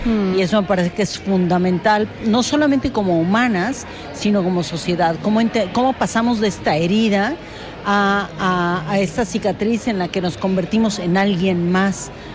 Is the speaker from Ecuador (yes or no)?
no; Mexico; moved away as an adult; now in Spain; volver a México fue regresar con mi propia voz y con mi propio cuerpo a un país al que pertenezco, que me pertenece y al que amo profundamente.